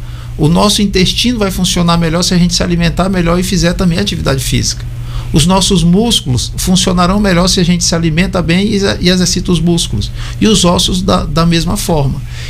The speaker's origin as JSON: {"language": "Portuguese", "region": "Maranhão", "country": "Brazil", "said": "Eu sou maranhense, eu digo assim, eu conheço meu povo."}